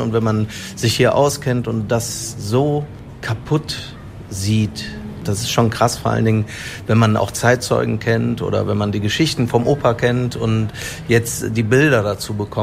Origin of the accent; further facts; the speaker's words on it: Cologne, North Rhine-Westphalia, Germany; wenn man in dieser Stadt hier groß geworden ist, die ganzen Orte kennt